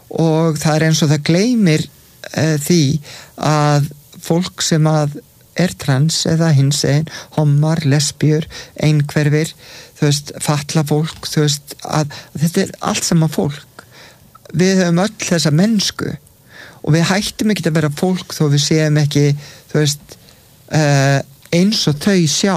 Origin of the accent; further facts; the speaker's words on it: Reykjavík, Capital Region, Iceland; veturinn þegar ég var allast upp í Breiðholtinu, það var endalausir vetrastormar og allt brjálað.